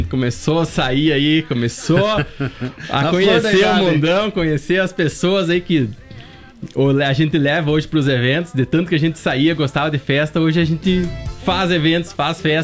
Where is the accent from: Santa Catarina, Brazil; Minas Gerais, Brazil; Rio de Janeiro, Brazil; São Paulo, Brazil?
Santa Catarina, Brazil; Coronel Freitas; Que a gente saiu lá de Coronel Freitas pro mundo aí.